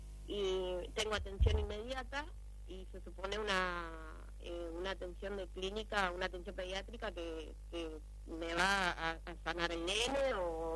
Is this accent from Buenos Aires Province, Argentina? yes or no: yes; González Catán, Buenos Aires Province, Argentina; yo soy de González Catán, tengo hospitales acá